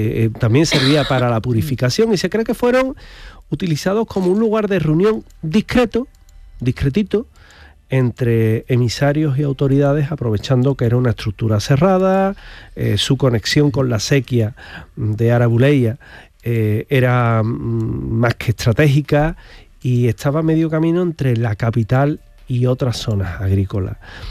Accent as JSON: {"language": "Spanish", "region": "Andalusia", "country": "Spain", "said": "porque somos andaluces"}